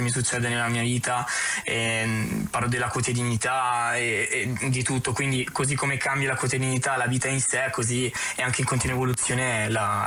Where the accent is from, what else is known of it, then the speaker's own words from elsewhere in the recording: Trento, Trentino-Alto Adige, Italy; also born or lived in Apulia; Io sì, sono di Trento, ma sono nato in Puglia in realtà